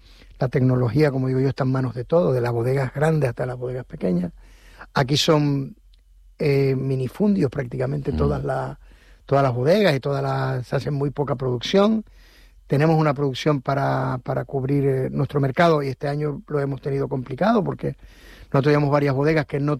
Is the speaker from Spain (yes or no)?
yes; Tenerife, Canary Islands, Spain; born there; mis padres son gomeros y procedemos a La Gomera, pero yo nací en Tenerife.